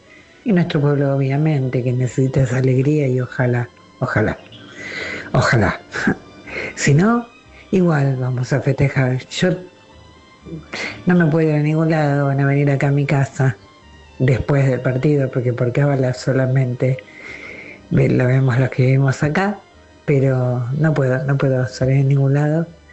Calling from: Adrogué, Buenos Aires Province, Argentina; amigos queridos de la madrugada … de Adrogué

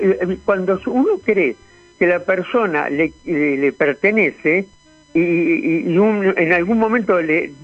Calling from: Tigre, Buenos Aires Province, Argentina; soy de Tigre.

